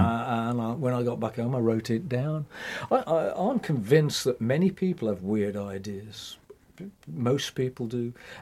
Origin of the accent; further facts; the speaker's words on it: West Midlands, United Kingdom; accent: Black Country; I was born on the Saltwells Estate, just across the other side of the woods from where we are now in the Merry Hill Centre. So it was very Black Country